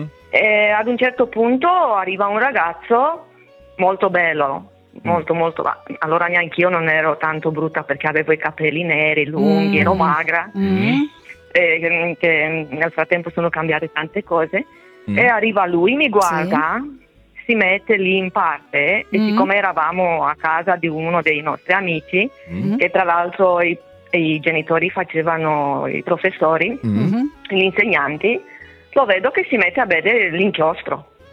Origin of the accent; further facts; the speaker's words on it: Romania; Italian is a second language; now in Italy; Sono rumena, però sono 25 anni che sono qua in Italia, però purtroppo l'accento non lo